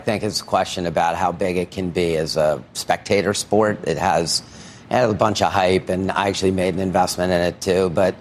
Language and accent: English; Baltimore, Maryland, United States; born there; the Orioles, which was my hometown team